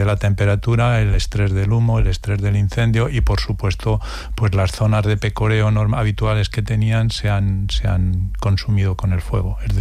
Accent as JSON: {"language": "Spanish", "town": "Porzuna", "region": "Castilla-La Mancha", "country": "Spain", "tie": "born or raised there", "said": "A los 8 años tuve mi primer contacto en mi pueblo. Yo soy de Ciudad Real, de Porzuna."}